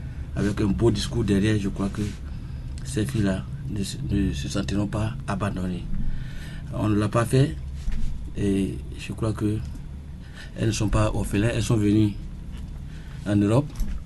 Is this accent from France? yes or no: no; Benin; now in Germany; Pourquoi je suis béninois?